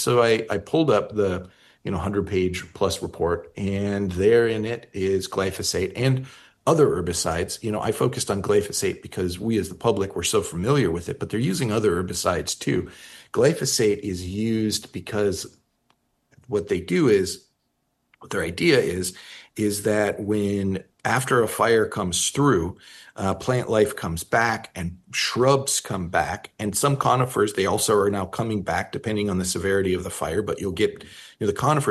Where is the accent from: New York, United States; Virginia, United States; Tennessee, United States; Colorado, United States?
Colorado, United States; also born or lived in Chester, California; Cause I grew up in Colorado, and up near Chester, which is Northeast California.